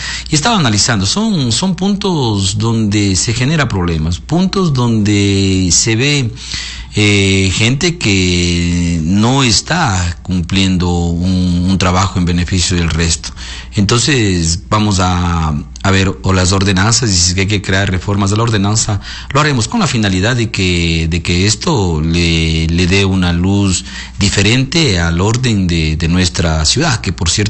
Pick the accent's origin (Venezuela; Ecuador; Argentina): Ecuador; Macas, Morona Santiago; Yo soy de Macas, ahorita estoy en un departamento